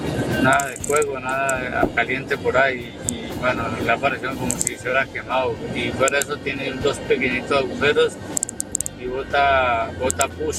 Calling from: Barcelona, Catalonia, Spain; de Barcelona.

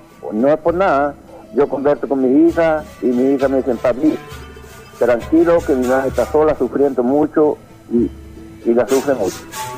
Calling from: Mulchén, Biobío, Chile; Yo llamo de acá de Mulchen

